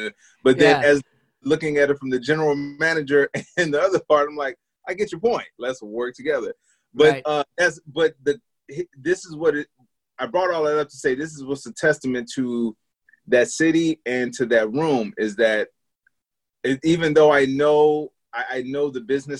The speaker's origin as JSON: {"language": "English", "town": "Chicago", "region": "Illinois", "country": "United States", "said": "Dude, and when people know, when they find out I'm from Chicago, they'll be like, oh, what do you think about the Sox or the Cubs?"}